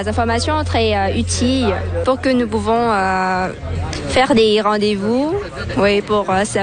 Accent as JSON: {"language": "French", "country": "Vietnam", "second_language": "French", "lives_now": "Trois-Rivières, Canada", "said": "Nous venons du Vietnam, tous les deux. Je pense que c'est tellement nouvelle expérience ici. J'ai rencontré beaucoup de personnes très sympas. Et le québécois est un peu difficile pour moi pour comprendre."}